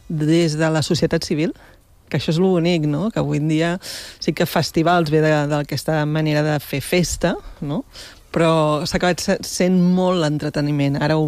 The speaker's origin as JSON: {"language": "Catalan", "town": "Barcelona", "region": "Catalonia", "country": "Spain", "lives_now": "Empordà, Spain", "said": "jo soc de Barcelona, visc a l'Empordà, des de que soc director del festival"}